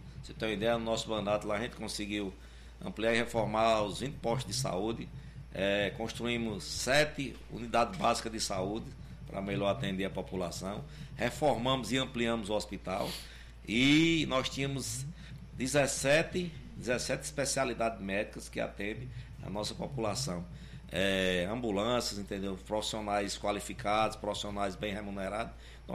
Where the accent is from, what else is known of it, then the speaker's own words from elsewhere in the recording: Serra do Mel, Rio Grande do Norte, Brazil; born there; also born or lived in Caraúbas; Nasci em Caraúbas.